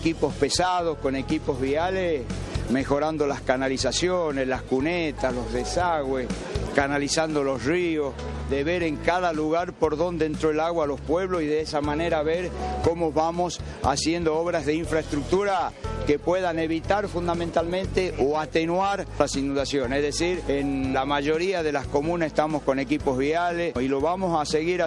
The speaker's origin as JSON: {"language": "Spanish", "region": "Tucumán", "country": "Argentina", "said": "ni como gobernador, ni como tucumano, quiero que pase."}